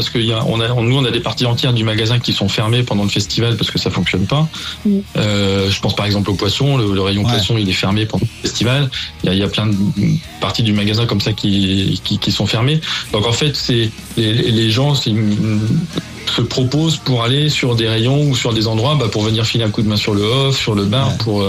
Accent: Clisson, Pays de la Loire, France; on n'est pas surpris quand on dit on vient de Clisson et qu'on nous répond Hellfest

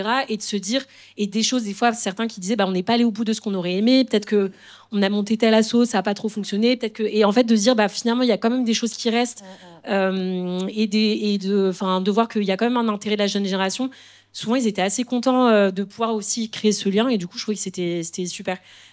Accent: France; born there; en tant que justement génération née en France

